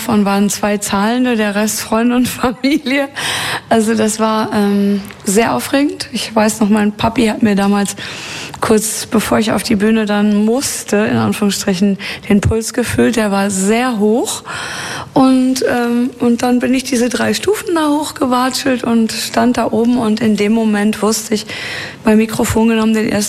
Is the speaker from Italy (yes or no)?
no; Hagen, North Rhine-Westphalia, Germany; in meiner Heimatstadt in Hagen in einem Jugendheim.